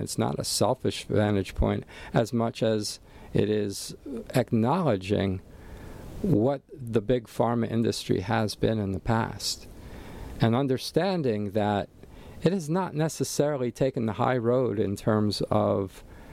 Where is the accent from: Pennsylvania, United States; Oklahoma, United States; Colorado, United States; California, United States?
Pennsylvania, United States; Allentown; now in Hawaii, United States; my hometown area back in Allentown, Pennsylvania, where I grew up